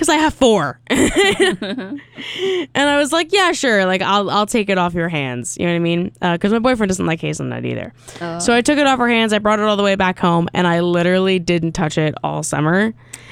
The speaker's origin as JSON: {"language": "English", "region": "New Jersey", "country": "United States", "said": "Well, I'm from New Jersey."}